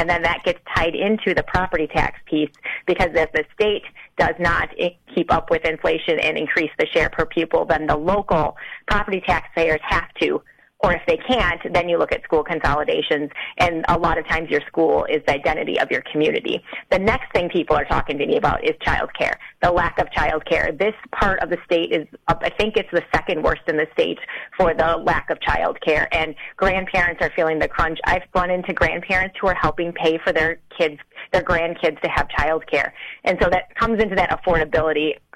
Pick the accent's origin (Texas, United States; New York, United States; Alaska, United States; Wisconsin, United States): Wisconsin, United States; Marshall; So my background is I grew up in Marshall. I was the oldest of two children. My dad farmed.